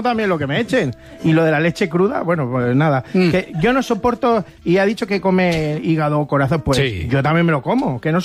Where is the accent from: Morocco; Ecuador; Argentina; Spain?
Spain; Rubí, Catalonia; Que claro, nosotros somos de Rubí.